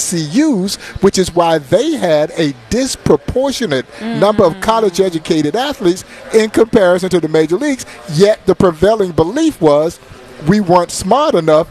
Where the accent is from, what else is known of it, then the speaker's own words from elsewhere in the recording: Georgia, United States; when I was growing up in Georgia